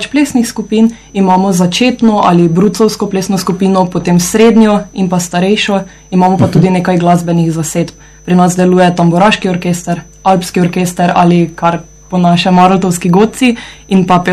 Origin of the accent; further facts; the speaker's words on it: Ptuj, Styria, Slovenia; moved away as an adult; now in Ljubljana, Slovenia; Sicer jaz prihajam z Ptuja, sem štajerskega konca.